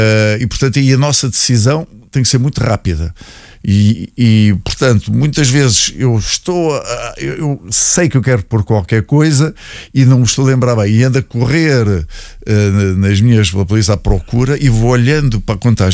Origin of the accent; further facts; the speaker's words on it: Lisbon, Portugal; now in Caldas da Rainha, Portugal; eu, agora sendo caldense, já vivo aqui nas Caldas há uns anos, mas sou lisboeta de nascença e cresci lá.